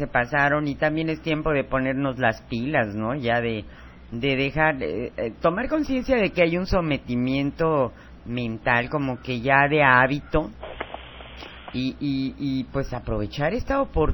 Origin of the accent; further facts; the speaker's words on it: Mexico; Yo me rehúso como mexicana